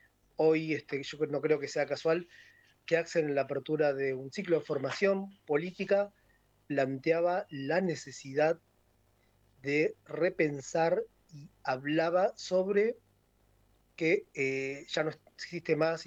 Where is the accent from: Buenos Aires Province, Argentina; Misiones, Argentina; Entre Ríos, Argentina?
Buenos Aires Province, Argentina; Avellaneda; yo porque soy de Avellaneda